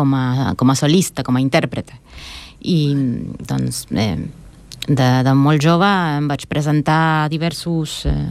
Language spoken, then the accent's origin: Catalan; Santa Fe, Argentina; aquest centre català és a Rosario, que és la mateixa ciutat on va néixer Messi, que tothom la coneix, la conec per això, i és a la meva província, a Santa Fe